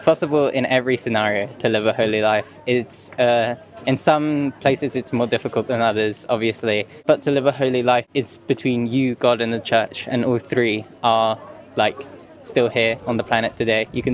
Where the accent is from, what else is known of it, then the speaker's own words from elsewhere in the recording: London, United Kingdom; From London.